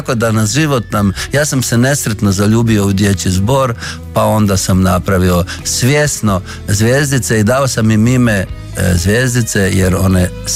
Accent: Slatina, Virovitica-Podravina County, Croatia; A kako sam porijeklom iz Slatine, a Slatina je na, ne znam, na rimskom, na kojem, Marinianis.

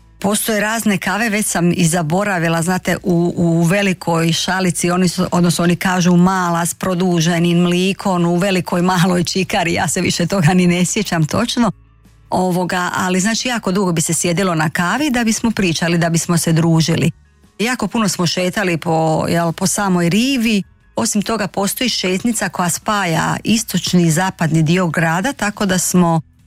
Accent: Split, Split-Dalmatia County, Croatia; also born or lived in Ljubuški; now in Zagreb, Croatia; osim onog dijela kad sam kao klinka živjela u Dalmatinskoj Zagori, Većina mog djetinjstva veže me za Split, a za samu Visoku, ranija mladost, jel? Ulica Vrh Visoke, znači, i okolne ulice, jel? Su ulice moga djetinjstva.

